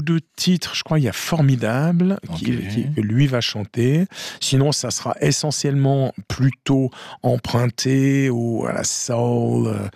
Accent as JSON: {"language": "French", "region": "Geneva", "country": "Switzerland", "tie": "born there", "said": "ce qui n'est pas mon cas, même si je suis né aux Rangettes."}